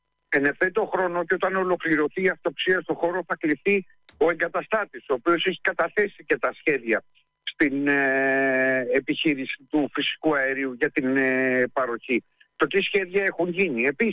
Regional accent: Patras, Western Greece, Greece; Είχα την μεγαλύτερη τύχη να γεννηθώ στην Πάτρα.

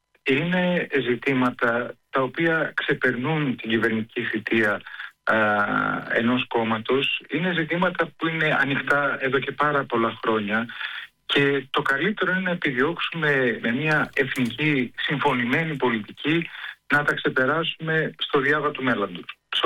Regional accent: Thessaloniki, Central Macedonia, Greece; στην πόλη μου στη Θεσσαλονίκη

